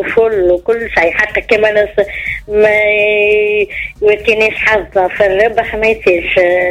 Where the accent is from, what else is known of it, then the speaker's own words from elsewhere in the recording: Haffouz, Kairouan Governorate, Tunisia; مش ولاد حفوز، حفوز بيت القيروان.